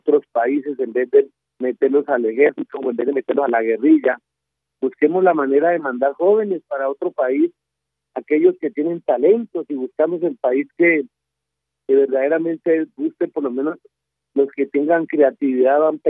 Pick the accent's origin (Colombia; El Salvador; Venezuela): Colombia; todos somos colombianos